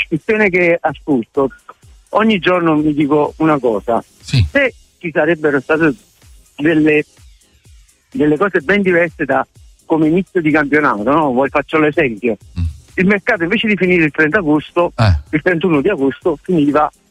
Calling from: Padua, Veneto, Italy; un saluto a tutti i radioascoltatori che sono da Padova.

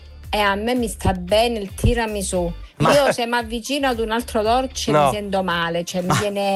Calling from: Calabria, Italy; Anch'io sono dalla provincia di Cosenza.

